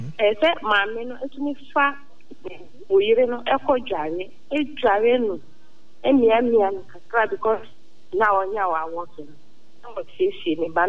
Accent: Apollonia, Western Region, Ghana; I'm from Apollonia.

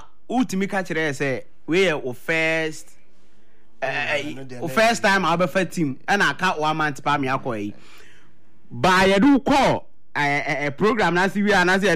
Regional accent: Ghana; Aren't we shame? Are we not ashamed as a Ghanaian?

